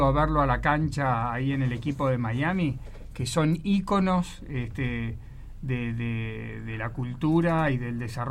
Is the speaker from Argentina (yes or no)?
yes; Argentina; para nosotros como argentinos